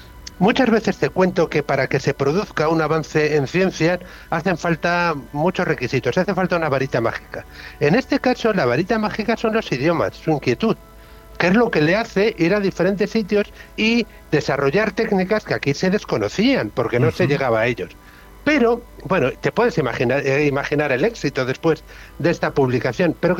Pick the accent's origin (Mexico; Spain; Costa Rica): Spain; si lo desconocemos es, entre otras cosas, porque somos españoles y los españoles tratamos así a nuestros próceres